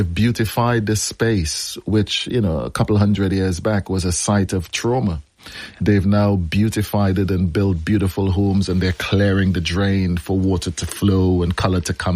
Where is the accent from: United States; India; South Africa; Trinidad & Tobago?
Trinidad & Tobago; Carnival, you know, which I grew up with in Trinidad is a very surreal thing, you know.